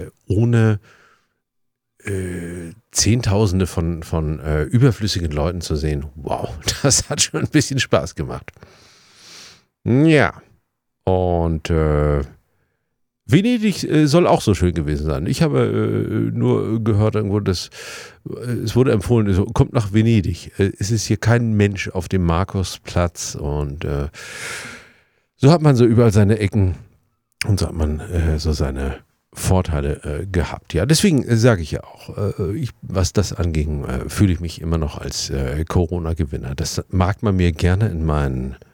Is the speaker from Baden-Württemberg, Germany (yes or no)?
no; Mecklenburg-Vorpommern, Germany; weil wir gesagt haben, wir kommen aus Mecklenburg, was soll sein?